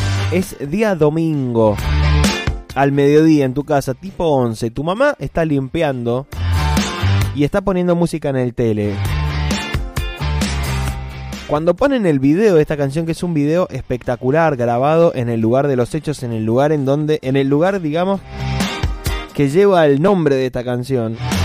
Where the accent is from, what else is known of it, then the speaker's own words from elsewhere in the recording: Mendoza, Argentina; somos mendocinos, nos encanta el folclore.